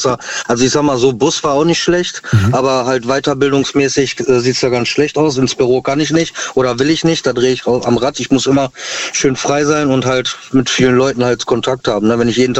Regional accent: Gütersloh, North Rhine-Westphalia, Germany; Ich bin aus Gütersloh.

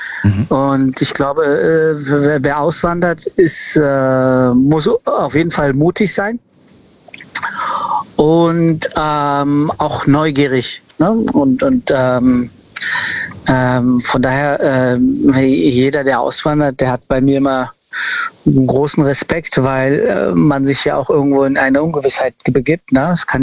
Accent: Frankfurt, Hesse, Germany; Ich komme aus Frankfurt.

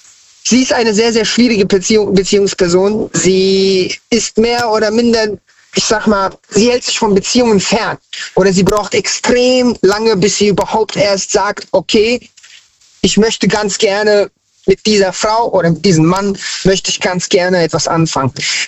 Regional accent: Frankfurt, Hesse, Germany; aber ich bin in Hessen, Hanau, Hessen, Frankfurt aufgewachsen und bin dann nach Hanau gezogen.

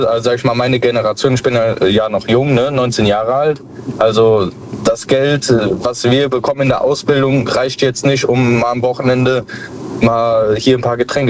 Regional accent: Koblenz, Rhineland-Palatinate, Germany; Ich komme aus Rheinland-Pfalz, Koblenz.

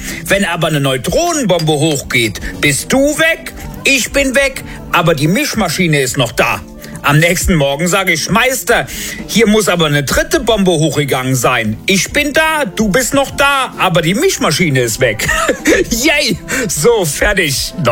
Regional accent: Rhineland-Palatinate, Germany; So was lernt man auf dem Eifeldorf. Wobei, bei uns in Rheinland-Pfalz sind ja Drohnenexperten.

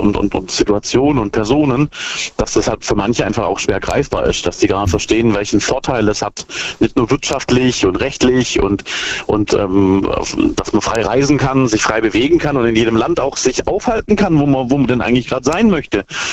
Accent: Brackenheim, Baden-Württemberg, Germany; Hi, ich komme aus Brackenheim.

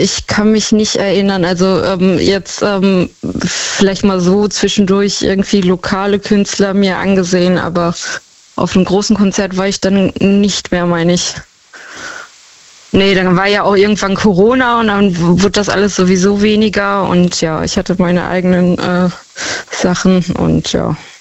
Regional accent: Dortmund, North Rhine-Westphalia, Germany; Ja. Aus Dortmund.

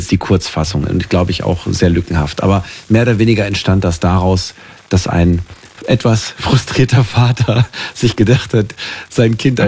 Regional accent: Hesse, Germany; ich bin Hesse

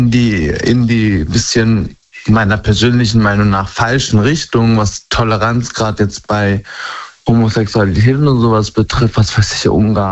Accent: Baden-Württemberg, Germany; accent: Swabian; also ich komme ja aus dem Schwabenländle, da kann ich auch Schwäbisch schwätzen mit den Leuten

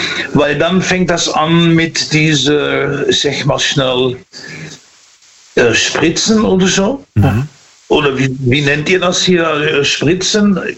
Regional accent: Netherlands; German is a second language; now in Dortmund, Germany; Hallo, aus Dortmund muss man ja immer sagen, ne? Also ich bin Holländer.

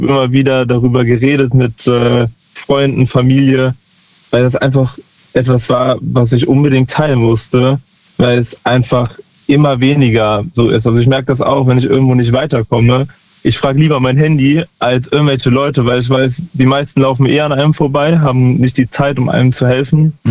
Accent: Lahnstein, Rhineland-Palatinate, Germany; Aus Lahnstein.

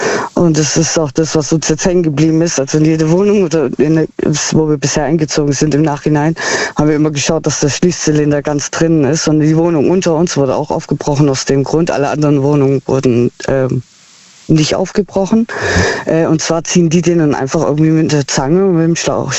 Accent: Heilbronn, Baden-Württemberg, Germany; Aus Heilbronn.

